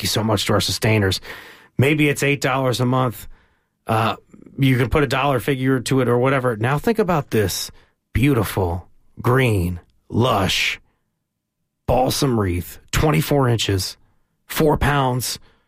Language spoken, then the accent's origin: English; Torrington, Connecticut, United States; moved away as an adult; now in Glastonbury, United States; Talking to my folks in Torrington, where are you at this hour? My hometown, my beautiful, beloved hometown I lived in for 25 years. That means I've been in Glastonbury for 12 years now, almost half my life.